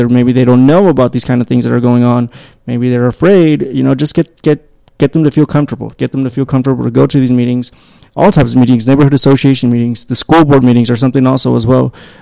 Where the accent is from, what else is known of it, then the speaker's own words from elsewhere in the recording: Little Rock, Arkansas, United States; I'm also from here. You know, I'm from Southwest Little Rock. I'm born and raised here my whole life